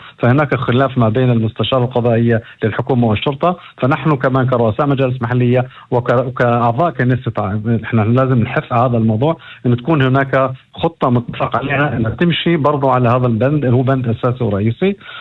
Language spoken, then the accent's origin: Arabic; Northern District, Israel; عندنا في الشمال